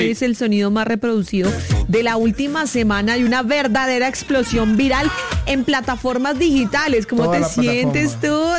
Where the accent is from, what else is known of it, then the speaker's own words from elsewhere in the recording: Boyacá, Colombia; now in Bogotá, Colombia; yo soy de Boyacá